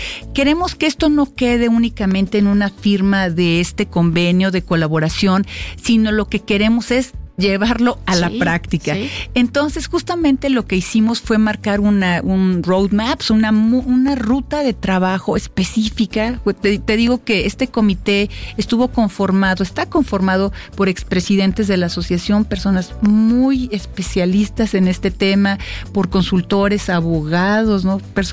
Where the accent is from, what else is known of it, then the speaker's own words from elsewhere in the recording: Mexico; Nosotros tenemos como mexicanos